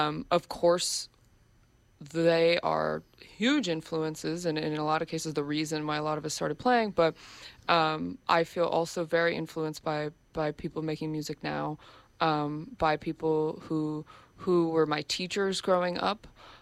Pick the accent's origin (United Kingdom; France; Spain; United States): United States; Portland, Oregon; the city of Portland, Oregon, where I'm from. And growing up in Portland